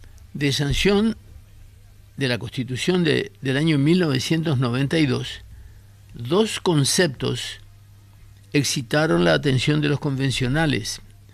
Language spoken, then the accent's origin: Spanish; Paraguay